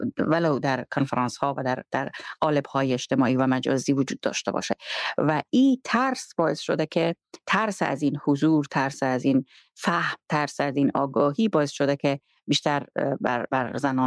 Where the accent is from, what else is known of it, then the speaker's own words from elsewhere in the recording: Herat, Afghanistan; moved away; ما خودم چون بزرگ شده هرات هستم، در هرات همونجا 20 سال حداقل کار کردیم، زندگی کردیم،